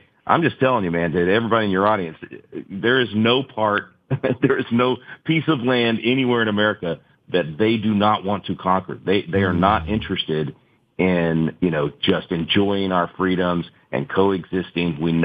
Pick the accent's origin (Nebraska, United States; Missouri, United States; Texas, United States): Texas, United States; frankly where I grew up in the Dallas Fort Worth area, my old high school is one of the ones that's been highlighted